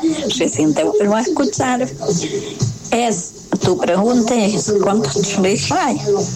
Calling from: Maipú, Mendoza, Argentina; Soy de Maipú, de Gutiérrez.

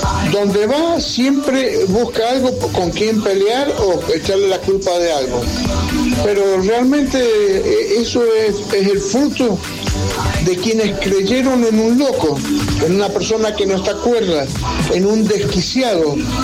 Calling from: Godoy Cruz, Mendoza, Argentina; Hola Nicolás, buenos días … de Godoy Cruz.

